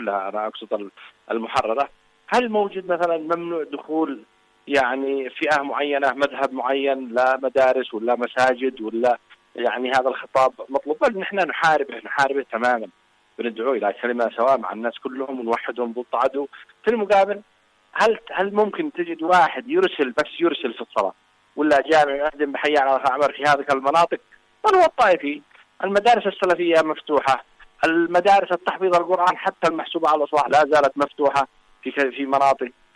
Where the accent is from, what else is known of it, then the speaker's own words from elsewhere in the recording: Yemen; إحنا بنقول كأنصار الله نحن جزء من اليمن ولسنا كل اليمن.